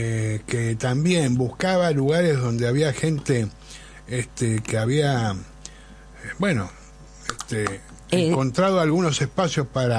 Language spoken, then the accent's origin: Spanish; Buenos Aires, Argentina; Yo soy porteño, nacido y criado. Amo profundamente esta ciudad, amo a Buenos Aires